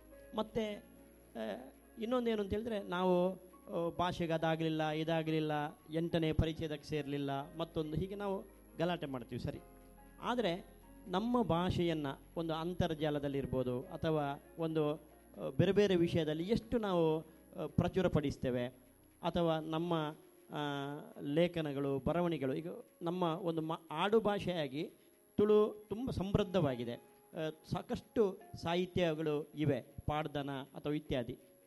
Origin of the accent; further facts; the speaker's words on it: Karnataka, India; ನಾವು ಮಂಗಳೂರಿನವರು ಅಥವಾ ಕರಾವಳಿಯವರು